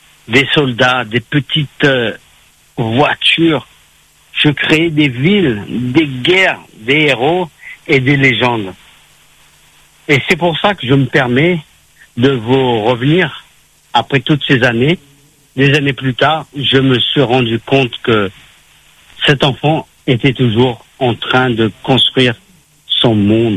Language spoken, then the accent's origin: French; Madagascar; moved away; also born or lived in Réunion; quand j'étais enfant en Madagascar, dans le village de Tchastaf